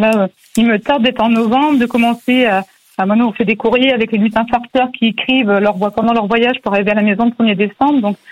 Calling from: Pordic, Brittany, France; De Pordic, à côté de Saint-Brieuc.

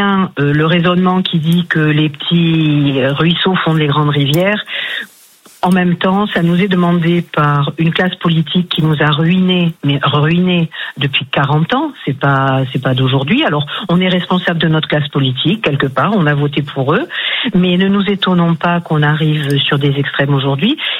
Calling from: Pau, Nouvelle-Aquitaine, France; De Pau, dans le sud-ouest.

